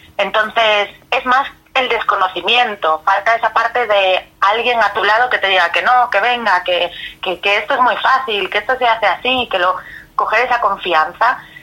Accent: Galicia, Spain; yo soy de Galicia

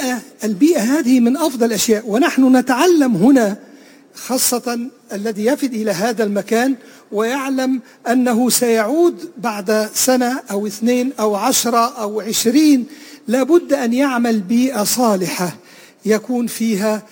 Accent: Egypt; أنا من مصر،

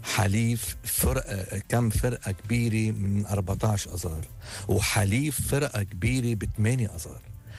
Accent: Lebanon; نحن كلبناني عم نوضع بمحل، نحن كشعب

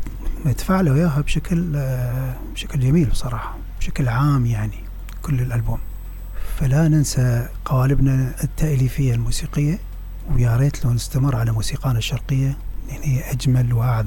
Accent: Basra, Basra Governorate, Iraq; أنا عربي وأنا عراقي

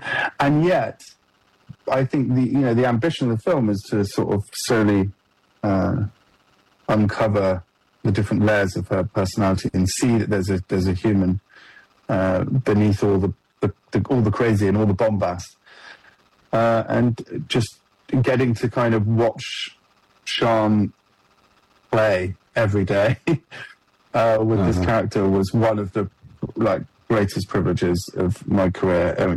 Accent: Bristol, South West England, United Kingdom; So I'm from Bristol, so the southwest coast, and but I came to America a lot, actually, as a kid.

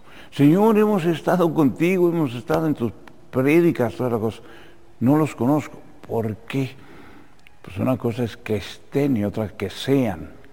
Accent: Mexico; somos buenos los mexicanos

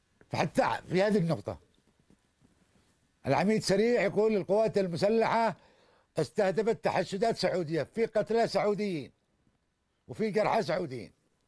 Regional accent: Yemen; احنا في بلدنا

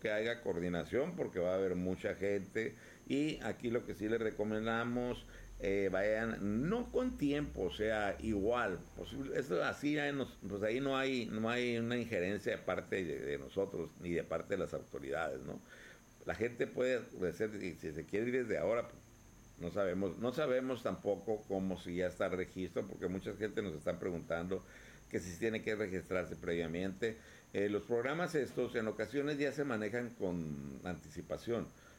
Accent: Mexico; Como buenos mexicanos nos divertimos.

